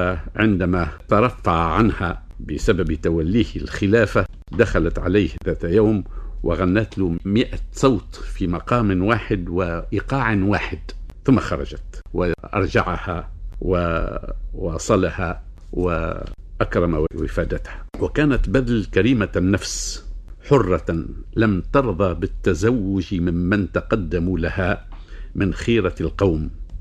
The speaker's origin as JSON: {"language": "Arabic", "country": "Tunisia", "said": "عندنا في تونس وفي المغرب العربي"}